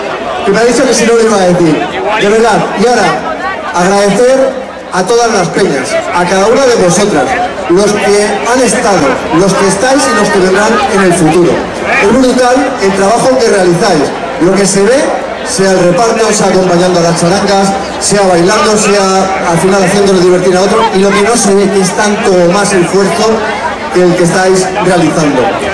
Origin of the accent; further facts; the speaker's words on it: Leganés, Community of Madrid, Spain; que digamos alto y claro, soy de Leganés, y por eso vivo en Leganés y soy feliz.